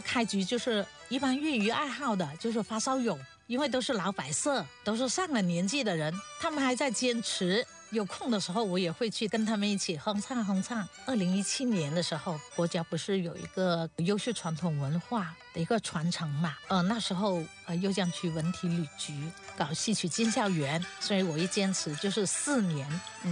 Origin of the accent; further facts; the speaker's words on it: Baise, Guangxi, China; 我也是土生土长的白色人吧